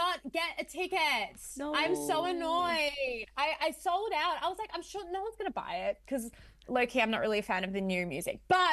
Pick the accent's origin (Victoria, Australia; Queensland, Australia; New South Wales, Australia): New South Wales, Australia; Sydney; Where I'm from is a large part of myself. And I tried to run from that for years. Like, I never told anyone I was from Western Sydney.